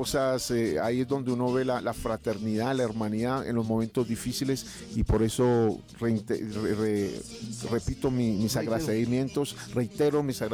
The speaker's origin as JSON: {"language": "Spanish", "region": "Chocó", "country": "Colombia", "said": "Y más que todo el Chocó, porque en mi tierra fue que nació"}